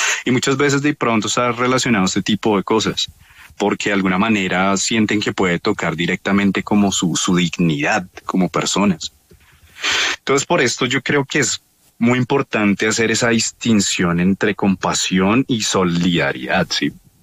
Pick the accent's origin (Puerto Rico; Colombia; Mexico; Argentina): Colombia; en Colombia yo creo que la división y los extremos llegaron a confrontarnos, ¿sí? Como hermanos colombianos, como compatriotas.